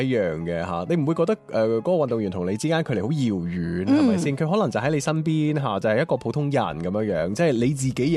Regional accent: Guangzhou, Guangdong, China; 我系广州人，我着翻套广州队嘅衫先。

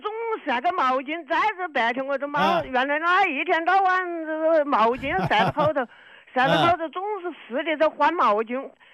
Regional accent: Xinzhou, Hubei, China; accent: Xinzhou; moved away as an adult; now in Yishan Guoziba, China; 我老家是新洲杨楼那里。

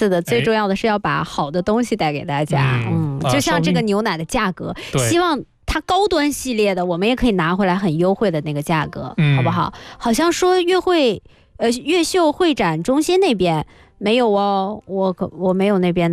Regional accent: Heilongjiang, China; now in Guangdong, China; 我老家的他都买不了，就是你算上这个运力成本，够不上，发到黑龙江的话他就够不上

